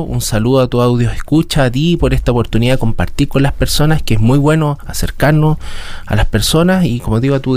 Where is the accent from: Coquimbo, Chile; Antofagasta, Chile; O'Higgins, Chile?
Coquimbo, Chile; Punitaqui; yo trabajé en Ovalle, en Río Hurtado, soy de Punitaqui